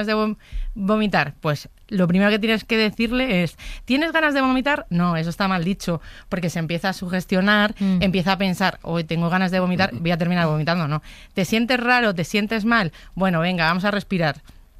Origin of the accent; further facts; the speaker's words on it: Madrid, Community of Madrid, Spain; soy de Madrid.